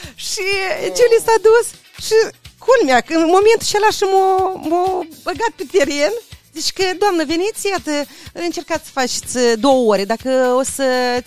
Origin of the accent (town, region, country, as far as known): Moldova